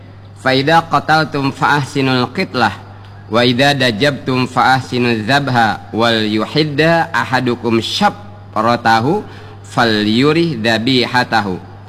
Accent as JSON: {"language": "Indonesian", "region": "Bangka Belitung Islands", "country": "Indonesia", "said": "kata kita orang Bangka."}